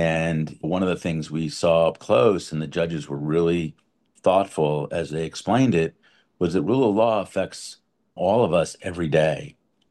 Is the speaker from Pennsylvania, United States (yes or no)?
no; New Rochelle, New York, United States; I grew up in New Rochelle, New York, just north of New York City.